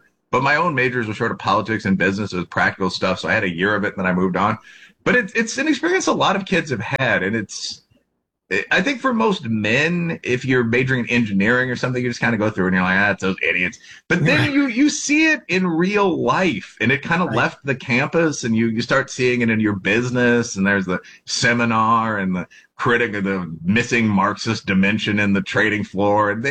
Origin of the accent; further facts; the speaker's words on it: East Aurora, Illinois, United States; also born or lived in Chicago; But I mean, I grew up in East Aurora, just outside of Chicago. I was born in Chicago itself. And the neighborhood, Hispanics, Blacks, Bosnians, Irishmen, Italians.